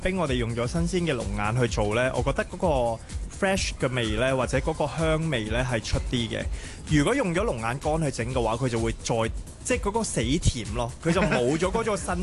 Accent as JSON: {"language": "Cantonese", "country": "Thailand", "moved": "yes", "lives_now": "Hong Kong", "said": "我係泰國人嚟嘅"}